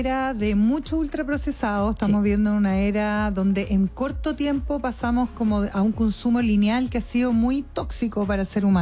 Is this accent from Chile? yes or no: yes; Osorno, Los Lagos, Chile; tenemos más de 50, no sé, yo me crié toda mi vida en Osorno